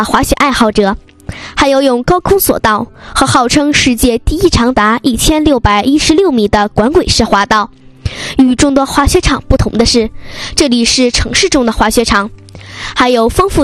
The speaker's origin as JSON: {"language": "Chinese", "town": "Changchun", "region": "Jilin", "country": "China", "said": "无论将来我身在何方，长春都是我魂牵梦萦的家。我是长春人，我骄傲，我为我的家乡代言。"}